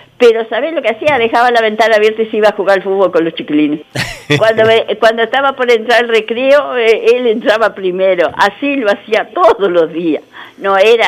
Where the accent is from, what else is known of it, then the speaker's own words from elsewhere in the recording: Chamangá, Flores, Uruguay; now in Sarandí Grande, Uruguay; nos criamos juntos en Chamangá.